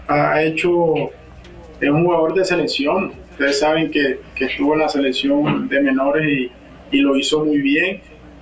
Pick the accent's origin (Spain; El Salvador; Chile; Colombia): Colombia; now in Mexico; dejar una huella, dejar un legado y seguir dejando el nombre de Colombia, de mi familia y de mi pueblo en alto.